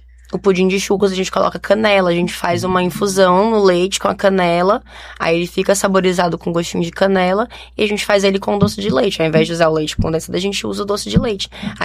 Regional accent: Brazil; born or raised there; moved away as an adult; also born or lived in São Paulo

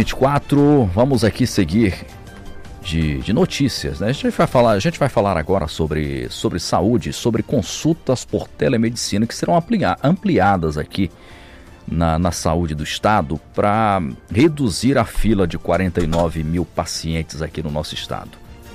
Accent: Monte Alegre, Pará, Brazil; moved away; Eu sou de Monte Alegre, mas conheço Alter do Chão, conheço Santarém, tá? Porque sou ali de pertinho, viu, Luiz Henrique? Sou de perto ali. Sou de Monte Alegre.

